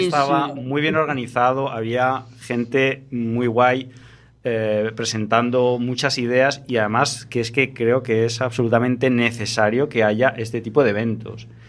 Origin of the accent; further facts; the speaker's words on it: Basque Country, Spain; Luego dicen de los gallegos y los vascos. Ya, yo soy vasco.